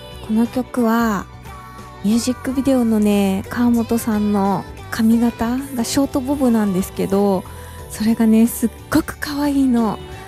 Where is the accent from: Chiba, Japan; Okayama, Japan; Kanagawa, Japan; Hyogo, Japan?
Kanagawa, Japan; Odawara; 私の地元の神奈川県小田原市にある三の丸ホールというところですね。